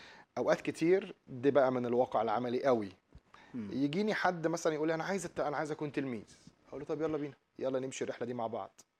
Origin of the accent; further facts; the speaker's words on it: Egypt; بتكلم كمان اكتر عندنا في مصر